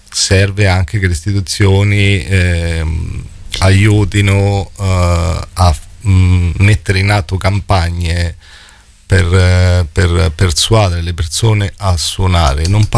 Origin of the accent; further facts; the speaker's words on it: Marche, Italy; Per quanto mi riguarda, sono marchigiano, siamo abituati a lavorare molto a testa bassa